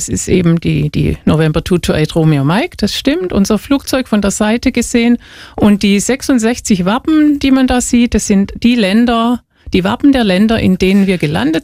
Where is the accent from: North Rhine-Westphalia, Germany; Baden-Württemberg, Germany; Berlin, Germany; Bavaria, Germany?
Baden-Württemberg, Germany; Walldorf; Ich komme aus Walldorf, südlich von Heidelberg.